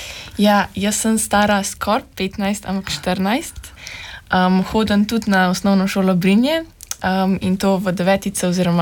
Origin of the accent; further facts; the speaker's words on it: Polica, Central Slovenia, Slovenia; Ja, jaz sem pa z Police